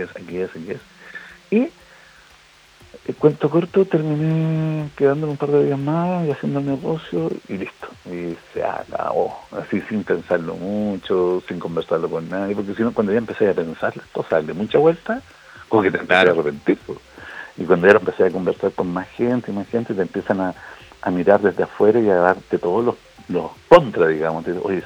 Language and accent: Spanish; Chile; ¿Cómo somos los chilenos?